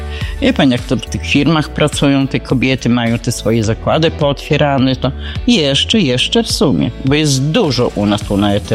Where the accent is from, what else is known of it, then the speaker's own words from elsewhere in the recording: Kętrzyn, Warmian-Masurian Voivodeship, Poland; moved away as an adult; now in Brussels, Belgium; jestem z Kętrzyna. No i przyjechałam za pieniądzem, jak każdy, nie?